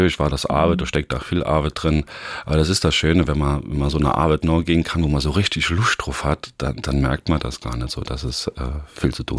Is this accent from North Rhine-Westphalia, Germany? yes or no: no; Quierschied, Saarland, Germany; now in Saarbrücken, Germany; genau, also das ist so meine alte Heimat. Ich wohne jetzt schon seit über 20 Jahren in Saarbrücken.